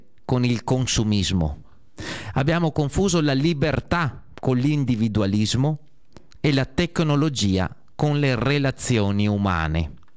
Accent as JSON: {"language": "Italian", "town": "Due Carrare", "region": "Veneto", "country": "Italy", "said": "nel mio paese, ecco, finisce martedì, mi sembra, ecco, con i fuochi a Due Carrare"}